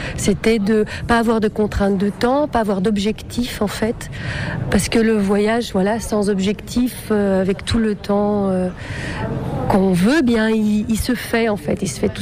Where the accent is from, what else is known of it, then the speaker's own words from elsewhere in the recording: Belgium; lui espagnol, moi je suis belge.